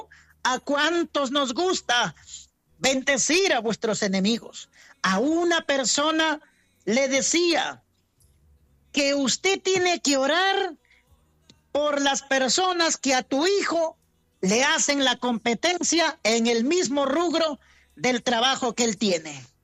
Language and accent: Spanish; Peru; los peruanos, cuando vamos a disfrutar, siempre decimos la yapita